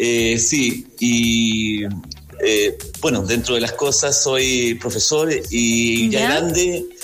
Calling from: Vallenar, Atacama, Chile; Yo soy de Vallenar.

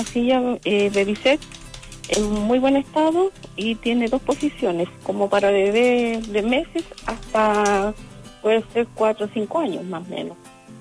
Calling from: Copiapó, Atacama, Chile; soy de acá de Copiapó

